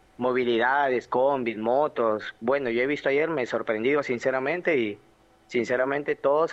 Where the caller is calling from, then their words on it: Peru; soy de acá del distrito de Tucumán